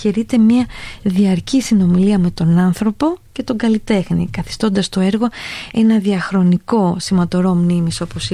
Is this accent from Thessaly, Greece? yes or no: yes; Trikala, Thessaly, Greece; now in London, United Kingdom; τώρα που είμαι λίγο περισσότερο χρόνο στην πόλη μας